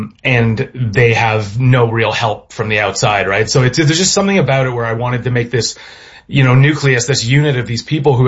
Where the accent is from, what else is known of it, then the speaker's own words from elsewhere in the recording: Midland, Ontario, Canada; I'm writing about a fictionalized version of North Simcoe County, Midland, Ontario, and the surrounding areas where I'm from.